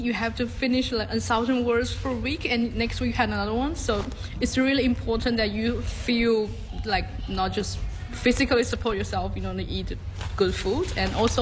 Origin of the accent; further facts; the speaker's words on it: China; English is a second language; now in Lismore, Australia; In China, my hometown is still a big city. We have like 5 million people there.